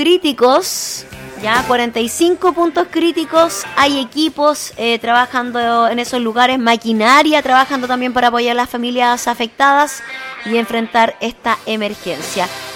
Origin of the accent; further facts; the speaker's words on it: Chile; hemos vivido tantas cosas como chilenos.